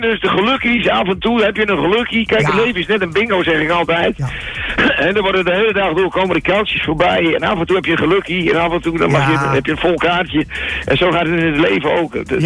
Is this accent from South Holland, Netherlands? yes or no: no; Groningen, Netherlands; born there; now in Amsterdam, Netherlands; Ik ben geboren in Groningen. Ik ben een half Groninger en een half Amsterdammer. Want ik woon de helft van mijn leven in Amsterdam. Een deel van mijn familie komt uit Amsterdam.